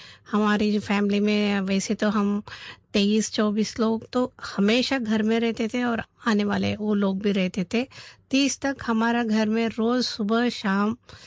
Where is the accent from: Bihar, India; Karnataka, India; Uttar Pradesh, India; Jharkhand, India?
Karnataka, India; Bengaluru; हम बचपन से दादी के साथ ही पले बड़े हैं। अब हमारे घर धार्मिक प्रवृत्ति है और बड़ा घराना था वहाँ हमारा, वहाँ बेंगलोर में।